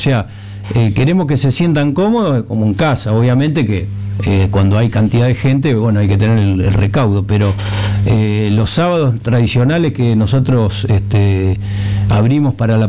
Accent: Casilda, Santa Fe, Argentina; Pero la mayoría de los integrantes somos de Casilda

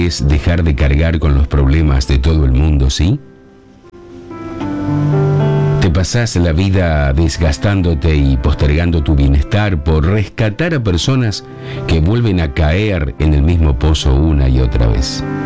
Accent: Arequito, Santa Fe, Argentina; de Arequito, mi pueblo.

